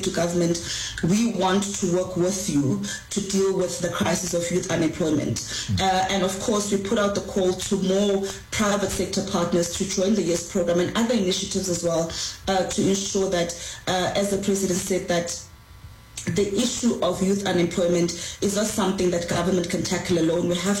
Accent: South Africa; first language xh; English is a second language; having gone through an education system where I received, you know, isiXhosa, mother tongue, as my first language

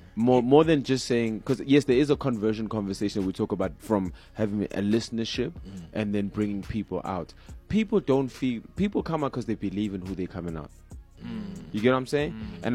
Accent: South Africa

